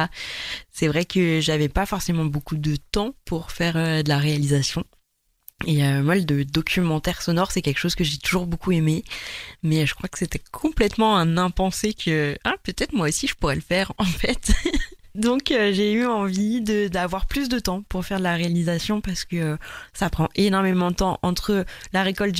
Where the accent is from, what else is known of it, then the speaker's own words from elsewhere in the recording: Provence-Alpes-Côte d'Azur, France; moved away; also born or lived in Mulhouse; Je viens du Var, du centre Var.